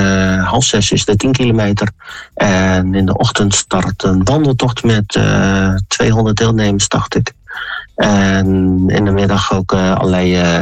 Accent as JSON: {"language": "Dutch", "town": "Appingedam", "region": "Groningen", "country": "Netherlands", "tie": "born or raised there", "moved": "yes", "lives_now": "Nijmegen, Netherlands", "said": "ben ik opgegroeid in Appingedam en omgeving."}